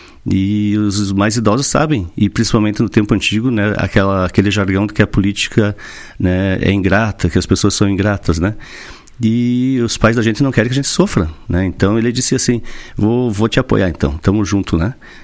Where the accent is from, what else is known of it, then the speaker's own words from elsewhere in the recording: Vacaria, Rio Grande do Sul, Brazil; Vacaria, minha terra que eu amo